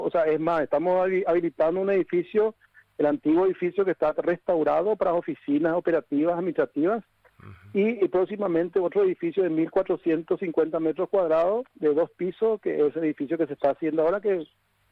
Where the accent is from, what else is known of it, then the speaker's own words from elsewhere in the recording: Asunción, Paraguay; moved away as an adult; yo soy de Asunción, estoy acá trabajando.